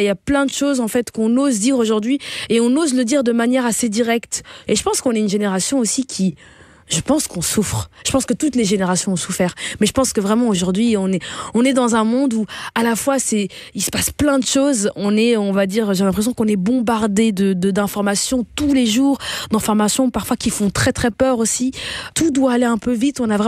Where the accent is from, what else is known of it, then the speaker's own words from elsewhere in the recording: Flanders, Belgium; Moi, j'ai grandi en Belgique, j'ai grandi du côté flamand. Je suis toujours allée dans une école néerlandophone. J'ai une maman métisse, j'ai longtemps eu un beau-papa blanc.